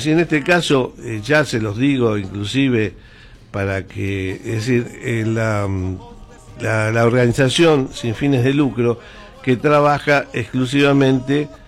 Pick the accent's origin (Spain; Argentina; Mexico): Argentina; como siempre los argentinos tenemos algún problemita